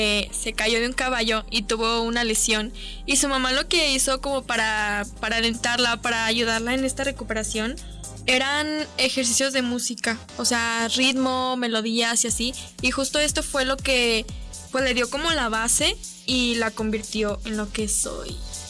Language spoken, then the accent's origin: Spanish; Mexico; nuestra historia, pues como mexicanos.